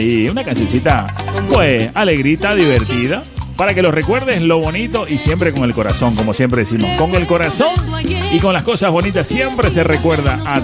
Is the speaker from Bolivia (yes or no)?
yes; Santa Cruz de la Sierra, Santa Cruz, Bolivia; moved away as an adult; now in Canary Islands, Spain; mi gente ahí en Santa Cruz de la Sierra Bolivia